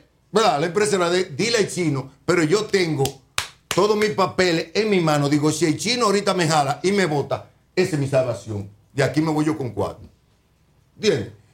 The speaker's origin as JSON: {"language": "Spanish", "country": "Dominican Republic", "said": "Yo soy dominicano."}